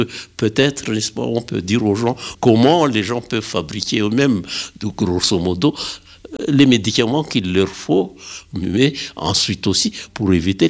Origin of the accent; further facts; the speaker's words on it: Madagascar; moved away as an adult; Dans mon village natal, on est habitué à Madagascar d'apprendre aux gens, aux enfants, comment utiliser les plantes médicinales